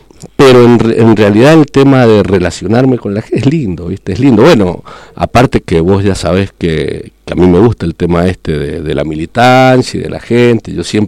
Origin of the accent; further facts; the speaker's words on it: Mendoza, Argentina; Yo vengo de Mendoza, sí. Manejé un par de años en Mendoza.